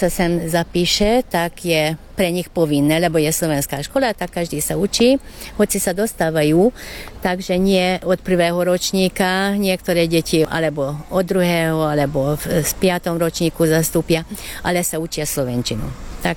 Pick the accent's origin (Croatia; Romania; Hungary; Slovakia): Hungary; Galgaguta, Nógrád; učila som v Galgagute, keďže stadiaľ pochádzam, to je národnostná dedina, okolité nie sú.